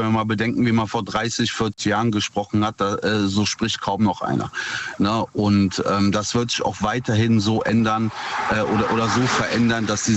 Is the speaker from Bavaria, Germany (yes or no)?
no; North Rhine-Westphalia, Germany; Ich bin aus der Nähe von Bonn.